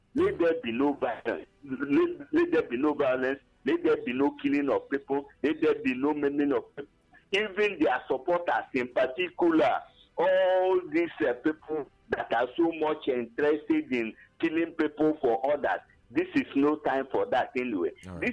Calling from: Abapanike, Enugu State, Nigeria; I'm calling from Abapanike, Enugu.

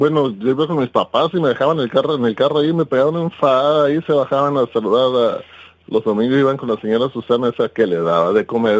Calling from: Baja California Sur, Mexico; Yo también soy de Baja California Sur, yo soy también.

